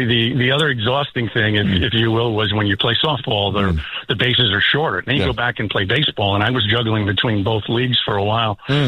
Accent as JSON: {"language": "English", "region": "New York", "country": "United States", "said": "Originally, yeah. As a babe, literally, I spent 2 years in the Bronx, then m"}